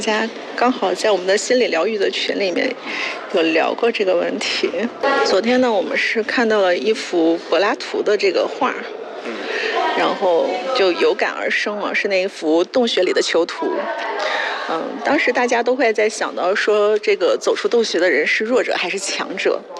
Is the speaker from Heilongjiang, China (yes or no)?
yes; Harbin, Heilongjiang, China; now in Guangxi, China; 我是哈尔滨的。